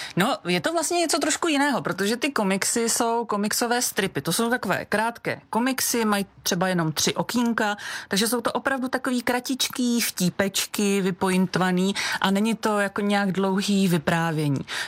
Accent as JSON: {"language": "Czech", "region": "Prague", "country": "Czechia", "tie": "born or raised there", "said": "Já jsem byla Pražák. Já jsem opravdu jako kačka ze sídliště, z paneláku a bydleli jsme hned naproti škole, takže na Lehovci."}